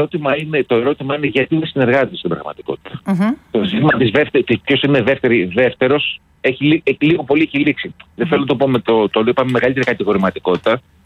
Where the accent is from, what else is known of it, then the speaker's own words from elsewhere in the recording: Patras, Western Greece, Greece; now in Athens, Greece; Εδώ. Πάτρα.